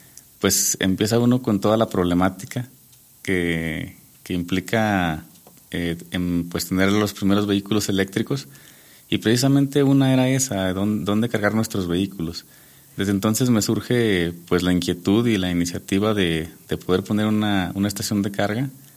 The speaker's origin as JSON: {"language": "Spanish", "town": "Villa Unión", "region": "Durango", "country": "Mexico", "tie": "born or raised there", "lives_now": "Durango, Mexico", "said": "soy originario de Villa Unión, Puanas. Pues soy contador público egresado de la UGED, precisamente de la FECA."}